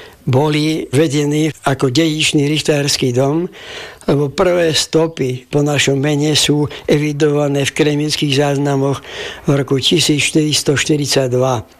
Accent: Kunešov, Banská Bystrica Region, Slovakia; born there; Narodil som sa v Kunešove, je to nemecká obec, 5. marca 1944.

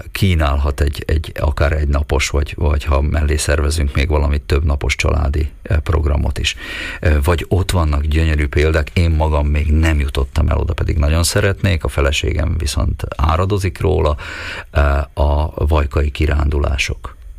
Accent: Slovakia

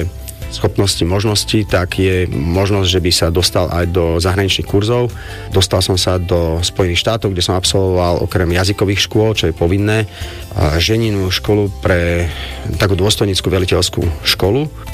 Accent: Šaľa, Nitra Region, Slovakia; now in Sereď, Slovakia; pochádzam zo Šale, momentálne pôsobím v Seredi.

